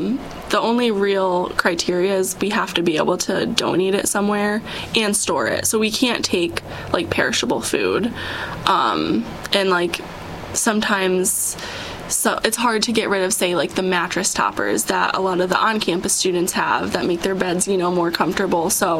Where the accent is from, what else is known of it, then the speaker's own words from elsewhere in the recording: Johnson City, New York, United States; I was a Binghamton University student, but I'm also a local. I'm from Johnson City, so I grew up here.